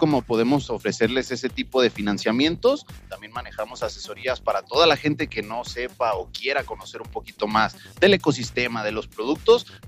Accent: Guadalajara, Jalisco, Mexico; moved away; yo vengo de Guadalajara

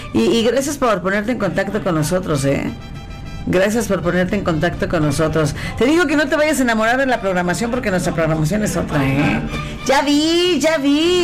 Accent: Mexico; nosotros los mexicanos no nos quebramos absolutamente con nada.

